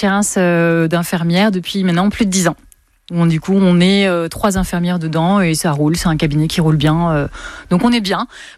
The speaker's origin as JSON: {"language": "French", "town": "Tours", "region": "Centre-Val de Loire", "country": "France", "moved": "as an adult", "lives_now": "Voiron area, France", "said": "moi je viens de Tours. J'ai, à 18 ans, je passais mes concours infirmiers. J'ai décidé de les passer un peu de partout. Et du coup, j'ai été prise à Grenoble, à Paris, enfin dans plusieurs villes. Et j'ai décidé que c'était Grenoble."}